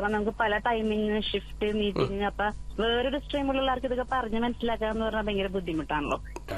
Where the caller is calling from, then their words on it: Kallur, Kerala, India; ഞാൻ കല്ലൂരിന്ന് വിളിക്കണേ.